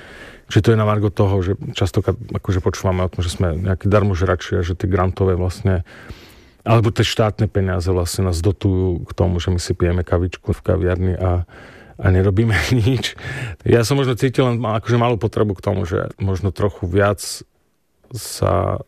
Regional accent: Košice Region, Slovakia; my sme z východného Slovenska, tie regionálne rozdiely možno

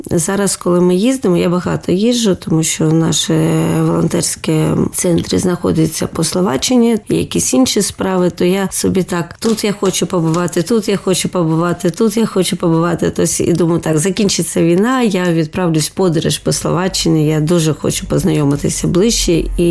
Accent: Odesa, Odesa Oblast, Ukraine; Я одеситка, народилася в дуже гарному місті Одеса

